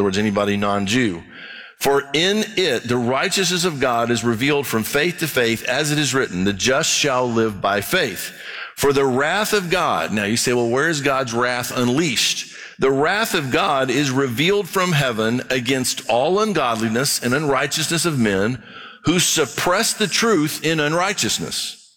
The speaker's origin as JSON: {"language": "English", "country": "Brazil", "tie": "born or raised there", "said": "I grew up in Brazil, mission fie"}